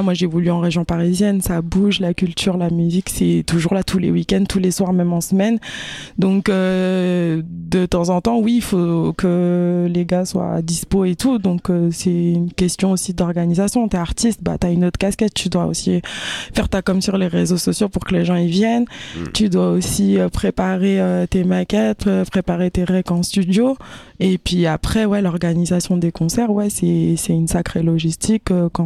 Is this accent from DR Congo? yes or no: no; New Caledonia; l'esprit collectif, associatif qu'on a des fois chez nous en Kanaky.